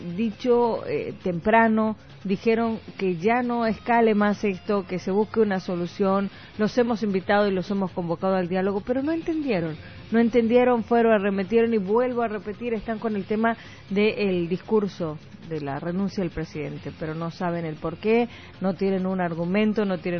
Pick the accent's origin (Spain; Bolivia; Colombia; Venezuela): Bolivia